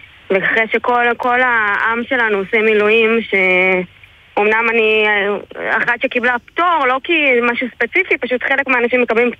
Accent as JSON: {"language": "Hebrew", "area": "the Valley", "region": "Northern District", "country": "Israel", "said": "אנחנו פה מהעמק."}